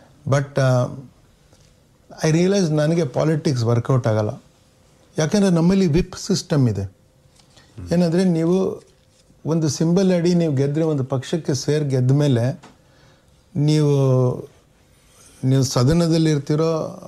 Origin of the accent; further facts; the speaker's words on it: Bangalore, Karnataka, India; ಹುಟ್ಟು ಬೆಳೆದಿದ್ದಲ್ಲ ಪುಟ್ಟಣ್ಣ ರೋಡಲ್ಲಿ